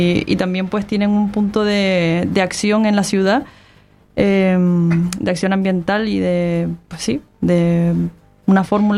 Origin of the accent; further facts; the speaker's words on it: Canary Islands, Spain; somos los canarios